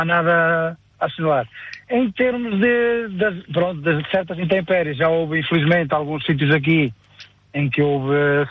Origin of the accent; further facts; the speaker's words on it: Resende, Norte, Portugal; moved away; Do Alto Douro, neste caso, não é bem do Alto Douro, mas encostado ao Alto Douro. Eu venho de Rezende, por isso a gente tem um bocadinho de conhecimento.